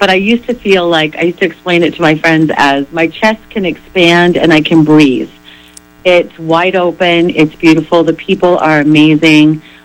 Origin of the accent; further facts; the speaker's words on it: Whitehall, Montana, United States; moved away; also born or lived in Boston; I grew up here in Whitehall. I lived in Boston for about 30 years, and I was smart enough to come back to my hometown, loving it.